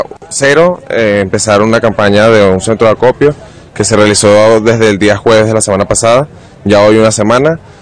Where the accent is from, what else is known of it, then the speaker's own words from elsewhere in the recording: Maracay, Aragua, Venezuela; Yo soy nativo de Maracay